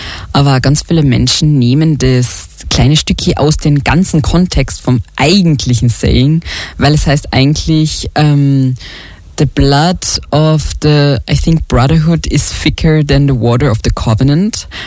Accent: Carinthia, Austria; now in St. Pölten, Austria; Ich bin ursprünglich aus Kärnten. Ich bin ein Fake St. Pöltener

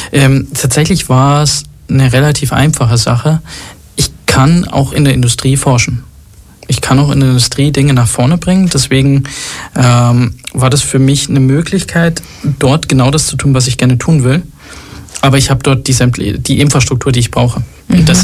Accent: Tunisia; Habe ich halt gesagt, meine Mutter kommt aus Tunesien. Ich Ich bin Tunesier.

